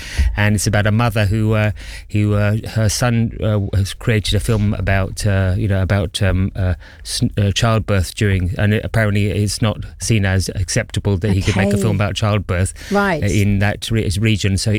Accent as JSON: {"language": "English", "region": "London", "country": "United Kingdom", "tie": "born or raised there", "said": "I've always been proud of being from a London. I arrived here when I was 3 years old only, so I've been here effectively in London, born in here. I wasn't born here, but I've been here since I was three"}